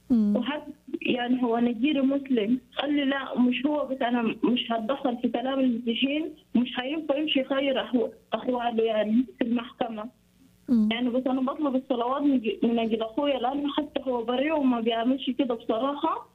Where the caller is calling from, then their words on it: Sudan; انا من السودان